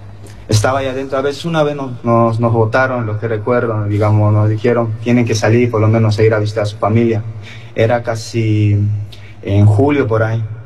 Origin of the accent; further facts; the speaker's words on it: La Paz, Bolivia; moved away as an adult; a mi departamento, que soy yo de La Paz.